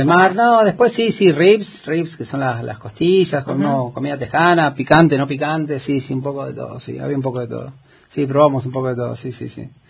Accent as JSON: {"language": "Spanish", "country": "Argentina", "said": "no éramos 10 argentinos, éramos miles de argentinos"}